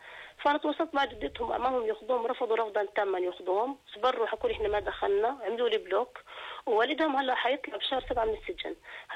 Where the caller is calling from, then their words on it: Jordan; انا ست اردنيه